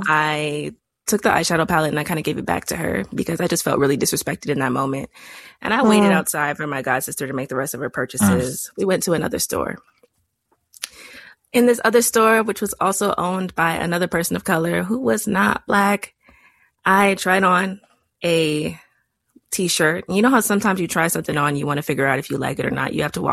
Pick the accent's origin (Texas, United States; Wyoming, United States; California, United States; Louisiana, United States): Texas, United States; now in DMV area (Washington, D.C. region), United States; So right now I'm in the DMV area, but I grew up in Texas, which is very, very southern.